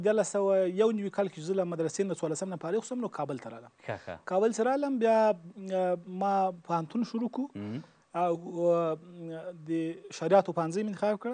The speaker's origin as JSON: {"language": "Pashto", "region": "Kandahar", "country": "Afghanistan", "also_born_or_lived": "Ghazni / Kabul", "said": "نو موږ بیا له کندهار نه یو دوه درې کاله مود الته درس زده کړې وکړې."}